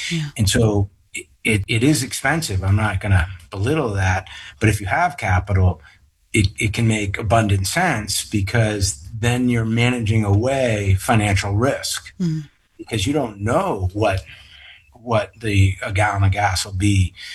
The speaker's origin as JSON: {"language": "English", "town": "Wayland", "region": "Massachusetts", "country": "United States", "tie": "born or raised there", "said": "And that was okay when I was growing up in Wayland"}